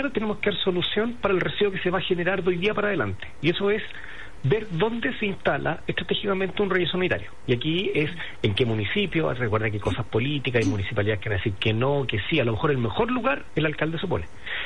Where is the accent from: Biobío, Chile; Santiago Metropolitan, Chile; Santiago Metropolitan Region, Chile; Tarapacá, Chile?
Tarapacá, Chile; Iquique; yo soy de Iquique